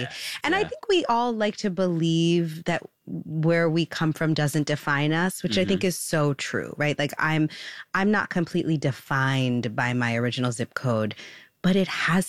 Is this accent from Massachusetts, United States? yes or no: no; Bronx, New York, United States; And I think one of the biggest gifts for me growing up on Pugsley Avenue was that pool in the center of Jamie Towers. I grew up at that pool.